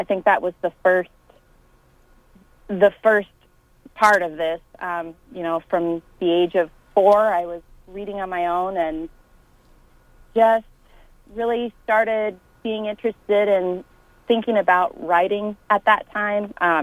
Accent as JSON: {"language": "English", "town": "Concordia", "region": "Kansas", "country": "United States", "tie": "born or raised there", "said": "I grew up in the 80s and 90s and grew up on a farm just west of Concordia."}